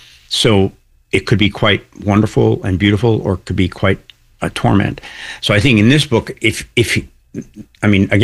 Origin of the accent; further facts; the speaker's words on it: Chicago, Illinois, United States; I grew up in Chicago